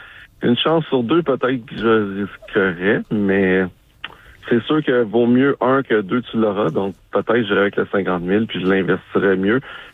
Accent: Longueuil, Quebec, Canada; je viens des HLM de Longueuil sur l'aide sociale.

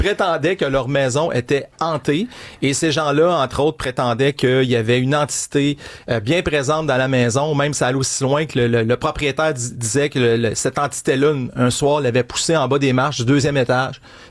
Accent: Rimouski, Quebec, Canada; born there; moved away; Tu sais, je suis un gars des régions, moi, je viens de Rimouski

